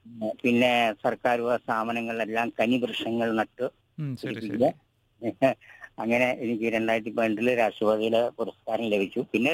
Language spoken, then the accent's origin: Malayalam; Koothattukulam, Kerala, India; കുത്താട്ടുകുളത്താണ് ജനിച്ചു വളർന്നത്.